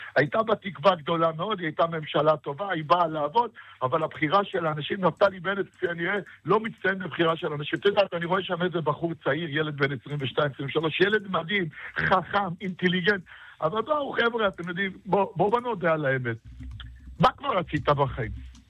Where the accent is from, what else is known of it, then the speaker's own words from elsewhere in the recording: Lod, Central District, Israel; אני גדלתי בעיר מאוד מאוד ימנית, בלוד